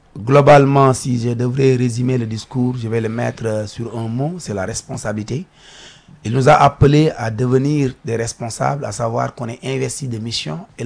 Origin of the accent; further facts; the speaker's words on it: Senegal; nous sommes Sénégalais